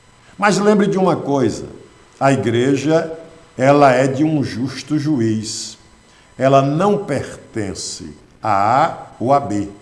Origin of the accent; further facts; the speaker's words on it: Brazil; especialmente nós que somos brasileiros e vivemos essa situação.